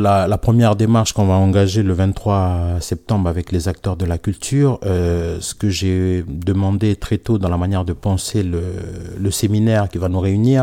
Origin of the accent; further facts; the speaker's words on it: New Caledonia; à nous, du peuple Kanak